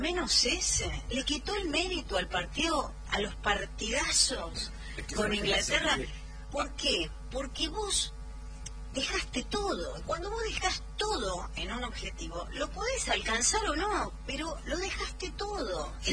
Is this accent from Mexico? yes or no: no; Argentina; Somos argentinos, somos así, somos esto, y tenemos tantas cosas hermosas